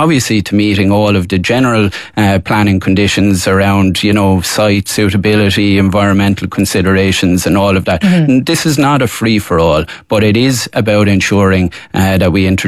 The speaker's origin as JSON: {"language": "English", "town": "Waterford", "region": "Munster", "country": "Ireland", "said": "I'm a constituency TD as well as minister. I'm from Waterford City."}